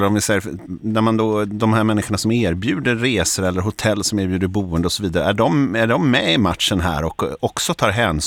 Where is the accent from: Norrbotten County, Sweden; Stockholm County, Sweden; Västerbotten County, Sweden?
Stockholm County, Sweden; Stockholm; jag säger oss som stockholmare